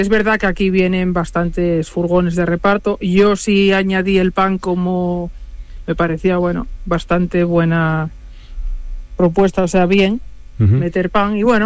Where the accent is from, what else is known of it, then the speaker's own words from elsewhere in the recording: Asturias, Spain; moved away; Pues yo soy asturiana